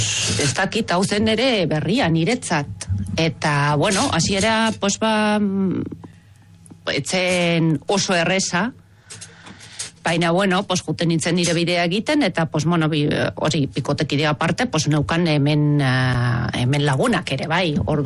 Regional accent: Switzerland; Nire jaioterri da, pos landa ere muen poskolkatuta herri txiki bat, nik bizi nintzen, pos ba, ba zer gaunden, postegun biztan ledo.

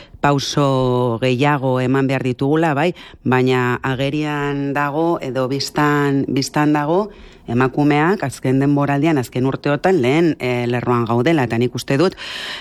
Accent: Pamplona, Navarre, Spain; born there; Txantreakoa naiz. Eta bizi izan dut txantrean, ba, 20 urte baino gehiago.

